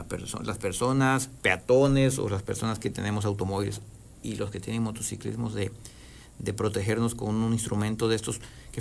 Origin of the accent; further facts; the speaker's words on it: Mexico; Pero tú sabes, como todo mexicano, pues nos vamos olvidando y dando prioridades a cosas.